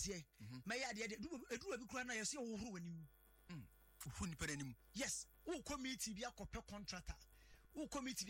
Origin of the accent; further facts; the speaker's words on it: Ghana; I'm a Ghanaian, I'm a Ghanaian, I'm a Ghanaian.